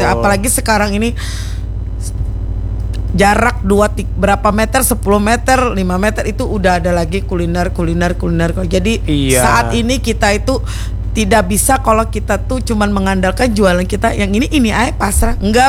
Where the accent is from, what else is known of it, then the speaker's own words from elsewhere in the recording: South Kalimantan, Indonesia; ibu, bapak, mohon izin, saya kan orang Banjar nih.